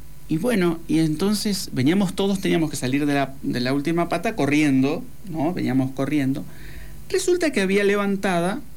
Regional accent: La Pampa, Argentina; yo soy de La Pampa, soy pampeano. Yo vivía en el campo.

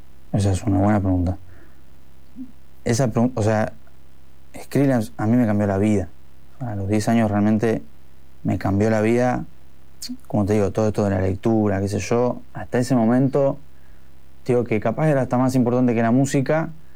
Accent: Rosario, Santa Fe, Argentina; soy de Rosario

